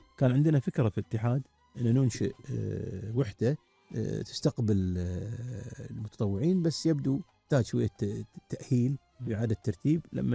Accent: Kuwait; احنا بلد حبيب، بلدنا الكويت الغالي

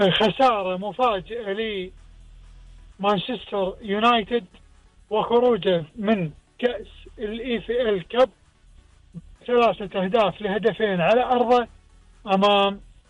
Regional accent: Kuwait; ديرتنا الحبيبة الكويت

